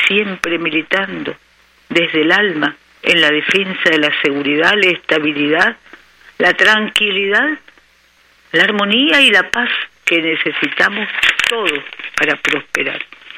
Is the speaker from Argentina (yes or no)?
no; Nicaragua; como somos todos nicaragüenses